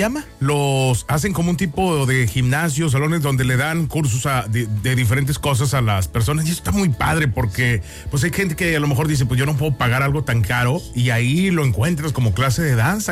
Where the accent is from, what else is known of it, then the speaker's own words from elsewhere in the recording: Apodaca, Nuevo León, Mexico; yo que crecí en Apodaca